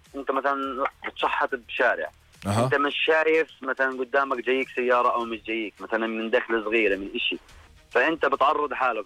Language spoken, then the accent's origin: Arabic; Jordan; في عندنا مثلا اثنين كباتن ثلاث في الأردن بعطوا دورات.